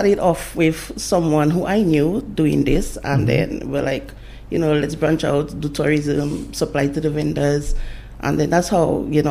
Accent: Bellevue Chopin, Dominica; I am from Belleville Chopin. Originally? Originally, born and raised.

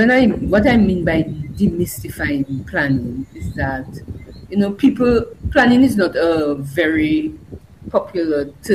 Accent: Marigot, Saint Andrew, Dominica; I was born in Marigot, born and bred in Marigot. When I passed the then common entrance examination, I came to town to go to secondary school

